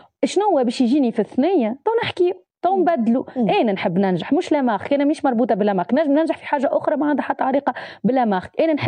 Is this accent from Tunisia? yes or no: yes; Tunisia; احنا في تونس ما عندناش. ليه عندنا في تونس؟ عندنا كل شيء. انا سافرت لبرشا بلدان في العالم وتونس فيها كل شيء